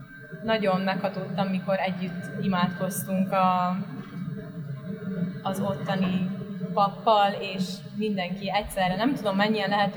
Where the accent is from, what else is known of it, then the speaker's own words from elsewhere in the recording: Sălaj, Romania; moved away; Szilágyságból származom